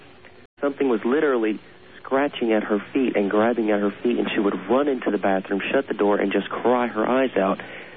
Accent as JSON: {"language": "English", "region": "Indiana", "country": "United States", "said": "I'm from Indiana. I'm private in the U.S. military, Army."}